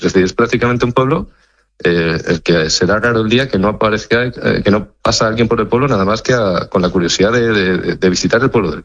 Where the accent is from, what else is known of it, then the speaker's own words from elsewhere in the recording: Extremadura, Spain; Yo soy extremeño, pero bueno, vivo un poquito lejos de allí.